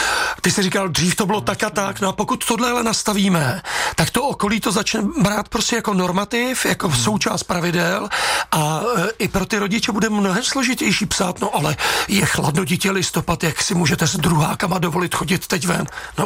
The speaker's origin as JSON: {"language": "Czech", "town": "Příbram", "region": "Central Bohemian Region", "country": "Czechia", "said": "No samozřejmě, já jsem Příbramák, jsem z Brd"}